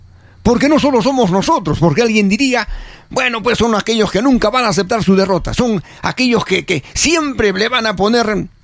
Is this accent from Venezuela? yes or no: no; Peru; Nosotros como peruanos, los que la vivimos, los que la sudamos en el día a día